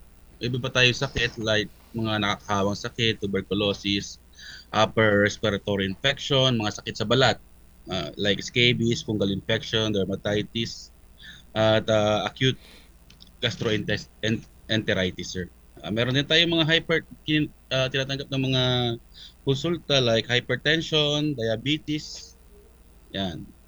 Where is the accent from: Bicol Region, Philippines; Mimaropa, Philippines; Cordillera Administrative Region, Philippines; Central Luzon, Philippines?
Bicol Region, Philippines; Legazpi; Tubong Legazpeño po kami, sir.